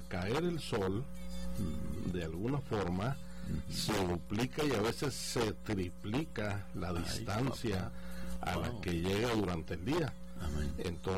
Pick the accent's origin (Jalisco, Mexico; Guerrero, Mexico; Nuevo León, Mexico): Jalisco, Mexico; Guadalajara; soy de Guadalajara.